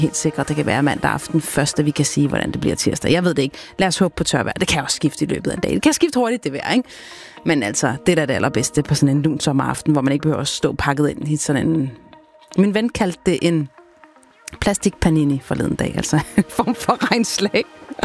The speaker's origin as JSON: {"language": "Danish", "area": "Bornholm", "region": "Capital Region of Denmark", "country": "Denmark", "tie": "born or raised there", "said": "nogle af byerne på Bornholm, hvor jeg er vokset op."}